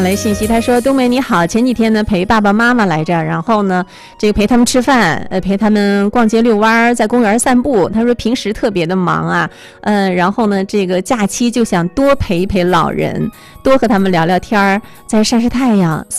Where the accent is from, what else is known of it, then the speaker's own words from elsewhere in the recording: Jinzhou, Liaoning, China; born there; 感谢您到我们的家乡大锦州来玩啊